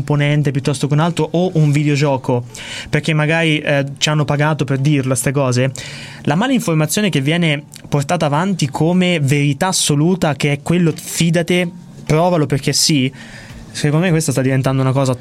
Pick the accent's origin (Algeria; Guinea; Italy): Italy; Marche; Io, non essendo di Bologna, sono marchigiano, vivo a Porto dei Canali